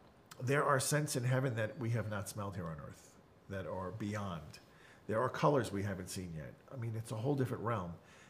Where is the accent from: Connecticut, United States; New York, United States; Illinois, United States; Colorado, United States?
New York, United States; Long Island; when I was a lifeguard growing up on Long Island.